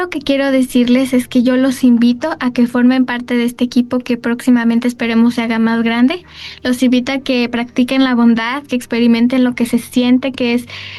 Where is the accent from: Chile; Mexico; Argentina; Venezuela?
Mexico; San Luis Potosí; Yo soy potosina